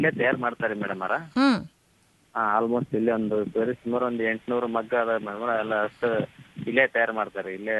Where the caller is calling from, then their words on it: Bhagyanagar, Karnataka, India; ಭಾಗ್ಯನಗರ ಪಟ್ಟಣ ಮೇಡಮ್.